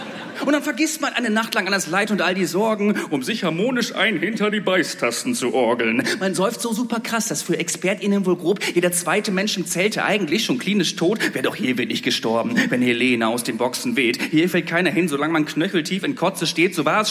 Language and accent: German; Bad Bentheim, Lower Saxony, Germany; now in Switzerland; Die Liebe hat mich auch ein bisschen in die Schweiz gebracht, wo ich hier angekündigt wurde. Ich komme aber nicht ursprünglich aus der Schweiz, ich komme nämlich aus Bad Bentheim, dem schönen Bad Bentheim.